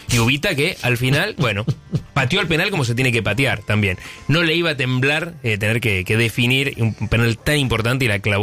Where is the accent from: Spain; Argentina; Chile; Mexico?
Argentina; Somos argentinos.